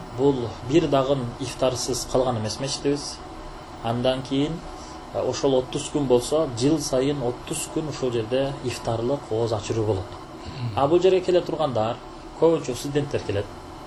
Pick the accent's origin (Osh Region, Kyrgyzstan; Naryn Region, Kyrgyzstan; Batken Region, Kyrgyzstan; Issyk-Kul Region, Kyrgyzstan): Batken Region, Kyrgyzstan; Karabak; Карабак деген айылдан болом.